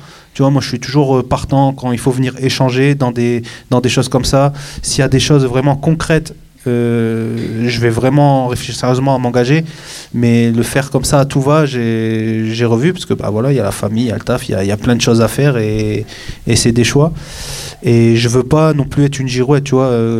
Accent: Arras, Hauts-de-France, France; moi je suis d'Arras, donc... plus petite ville, etc., mais avec des choses aussi à faire et des endroits à être engagés

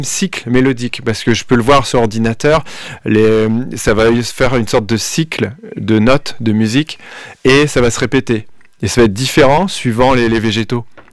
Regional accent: Douai, Hauts-de-France, France; moi, je suis de Douai, et puis je suis vraiment pas loin

